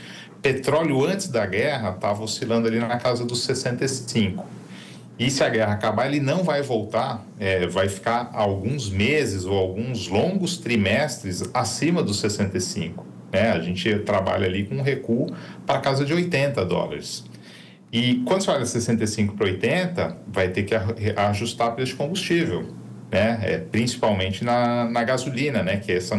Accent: Brazil

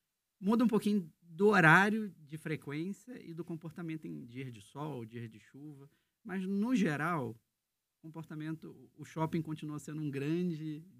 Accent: Rio de Janeiro, Brazil; moved away as an adult; also born or lived in Maringá; now in Londrina, Brazil; eu já rodei um bocado. É. Mas eu sou carioca, e aí por conta de trabalhar em shopping, eu já rodei alguns estados do Brasil

